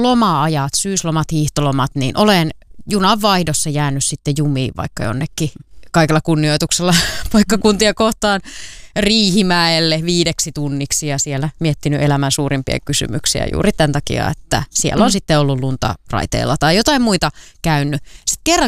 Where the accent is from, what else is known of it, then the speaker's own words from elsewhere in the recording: Parikkala, South Karelia, Finland; moved away; mä olin menossa vielä Parikkalaa Itä-Suomeen, mistä olen kotoisin sieltä suunnilta